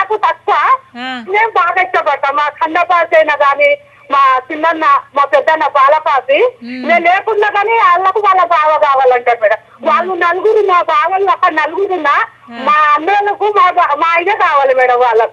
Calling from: Kothagudem, Telangana, India; నేను కొత్తగూడెం బుర్రిగడ్డ నుంచి మాట్లాడుతున్నాను మేడం.

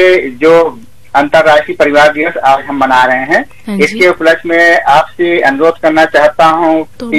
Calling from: Mathura, Uttar Pradesh, India; Shri Radha city Mathura से वार्तालाप कर रहा हूँ।

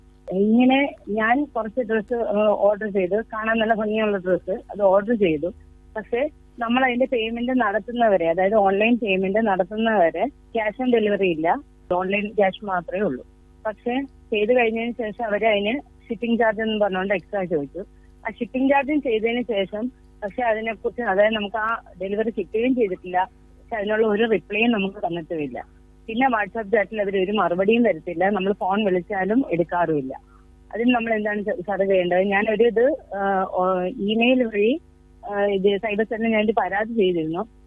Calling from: Aryanad, Kerala, India; ഞാൻ തിരുവനന്തപുരം ആര്യനാട് നിന്നാണ് വിളിക്കുന്നത്.

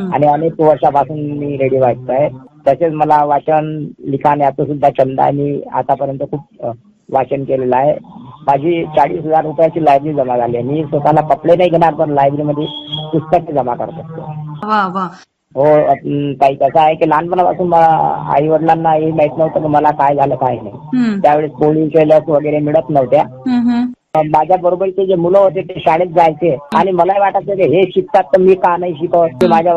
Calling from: Chandur Bazar, Maharashtra, India; madam, मी चांदूर बाजार जिल्हा अमरावतीवरून

